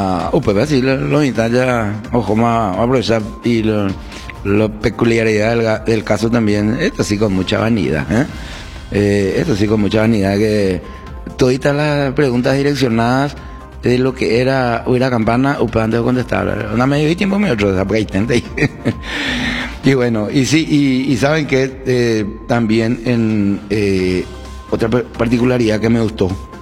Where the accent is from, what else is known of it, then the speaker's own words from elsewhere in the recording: Paraguay; como paraguayo, como ciudadano de esta República de Yaycuay